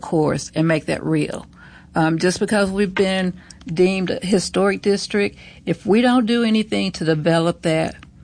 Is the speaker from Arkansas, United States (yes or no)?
yes; Fayetteville, Arkansas, United States; growing up in Fayetteville, Arkansas, as I did.